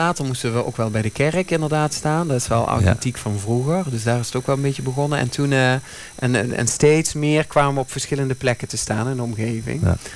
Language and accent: Dutch; Grave, North Brabant, Netherlands; now in Vught, Netherlands; Nee, ik kom uit Grave, een vestingstadje aan de Maas. Daar ben ik geboren.